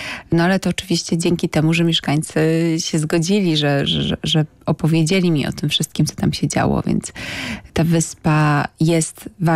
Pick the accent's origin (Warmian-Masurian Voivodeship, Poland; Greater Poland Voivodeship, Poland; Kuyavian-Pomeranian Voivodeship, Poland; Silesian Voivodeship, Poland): Kuyavian-Pomeranian Voivodeship, Poland; Śliwice; wzorowałam się bardzo na miejscowości, z której pochodzę, z Borów Tucholskich, ze Śliwic.